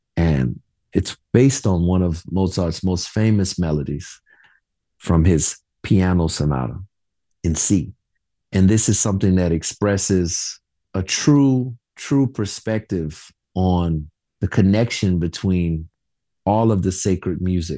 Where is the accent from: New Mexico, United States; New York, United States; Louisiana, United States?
Louisiana, United States; Kenner; You know, I'm a kid from Kenner, Louisiana, who grew up in a musical family and a musical environment.